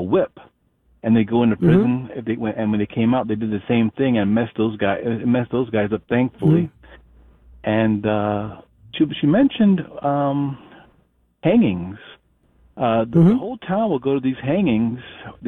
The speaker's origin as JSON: {"language": "English", "region": "Florida", "country": "United States", "tie": "born or raised there", "said": "I was growing up in Florida back in the 1980s."}